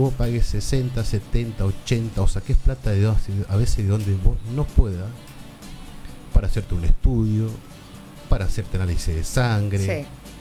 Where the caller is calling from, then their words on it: Argentina; yo vivo en La Bianca.